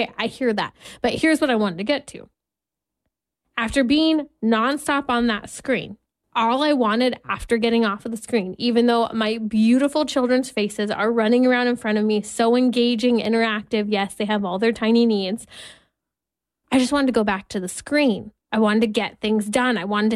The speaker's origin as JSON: {"language": "English", "region": "California", "country": "United States", "said": "That is one of the many reasons why we talk a lot about what happens here in my home state of California."}